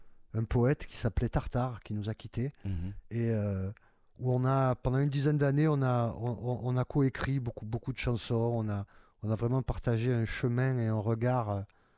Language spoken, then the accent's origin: French; Marseille, Provence-Alpes-Côte d'Azur, France; Et voilà, mais en tant que Marseillais, en tant que Marseille, c'est une ville où on vient tous d'ailleurs, tu sais.